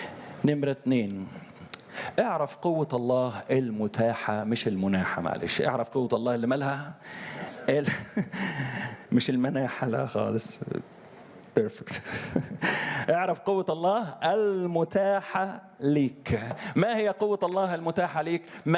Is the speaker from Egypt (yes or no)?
yes; Upper Egypt, Egypt; حد فاكر الأخ براذر أندرو زي ما كان يقول عندنا في الصعيد؟